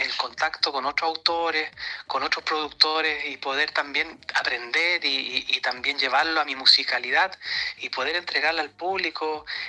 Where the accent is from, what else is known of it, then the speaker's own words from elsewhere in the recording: Graneros, O'Higgins, Chile; soy de Granero